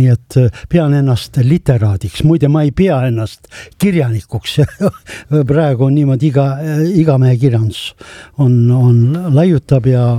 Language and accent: Estonian; Pärnu, Pärnu County, Estonia; moved away as an adult; also born or lived in Tartu; now in Tallinn, Estonia; päritol on Pärnust ja pärnakaks jään, olen kaug pärnakas siis Tallinnas, aga võidel kombel on jagunenud elu kolmeks, siis kõige noorem osa või inimeseks sain Pärnus